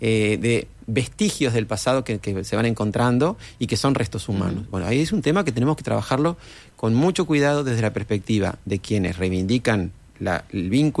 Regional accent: Las Piedras, Canelones, Uruguay; yo reitero, vengo de Canelones, Las Piedras, y trabajé buena parte de mi carrera en Las Piedras y en formación docente.

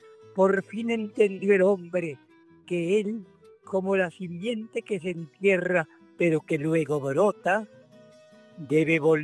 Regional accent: Bogotá, Colombia; Ah, yo soy un bogotanito puro.

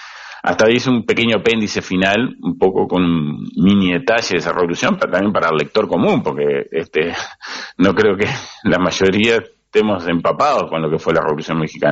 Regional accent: Uruguay

